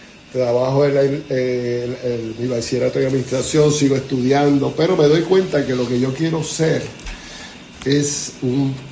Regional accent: San Sebastián, Puerto Rico; also born or lived in Aguadilla, Puerto Rico; nací en el hospital de la base Reymín, pero somos de San Sebastián, ahí me crió

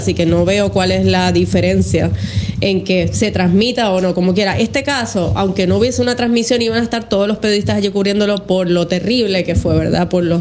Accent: Caguas, Puerto Rico

